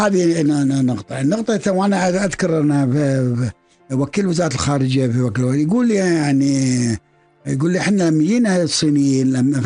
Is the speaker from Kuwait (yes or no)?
yes; Kuwait; خلقت طبقة وسطى بالكويت وانتعشنا